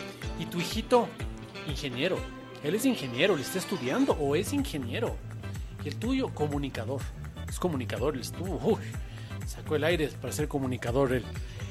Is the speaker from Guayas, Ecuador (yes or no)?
no; Quito, Pichincha, Ecuador; Así es como somos los quiteños, sí, señor.